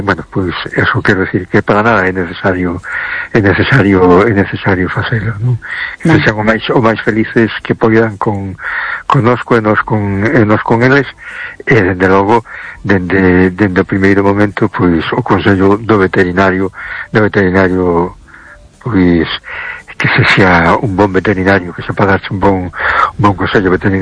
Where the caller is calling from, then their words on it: A Coruña, Galicia, Spain; de Coruña.